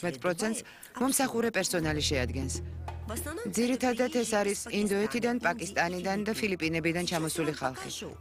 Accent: Ukraine; ჩვენ უკრაინიდან ვართ.

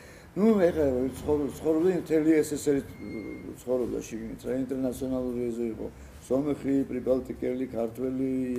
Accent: Tbilisi, Georgia; born there; მე აქვე რა რუსთავის 54 ნომერში, აი ესეთივე მეორე სართულზე

